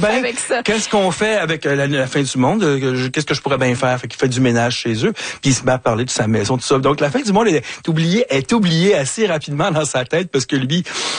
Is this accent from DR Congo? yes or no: no; Montreal, Quebec, Canada; Je suis un vrai Montréalais né ici. J'ai jamais traversé les ponts, mais presque. Tu sais, je suis toujours sur l'île.